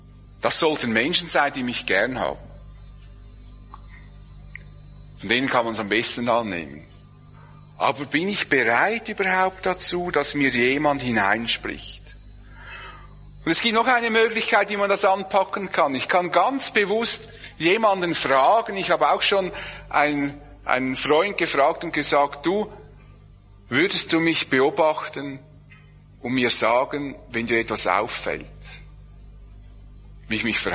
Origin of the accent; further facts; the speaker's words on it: Switzerland; als Schweizer